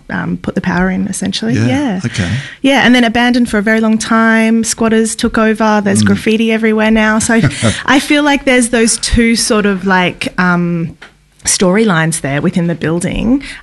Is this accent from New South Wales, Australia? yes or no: no; Brisbane, Queensland, Australia; moved away as an adult; now in Melbourne, Australia; a first-generation Australian. Mum's Northern Irish Catholic. Dad's a Goan Indian man. I grew up in Brisbane. They moved to Australia in about the 70s. I was born in the 80s.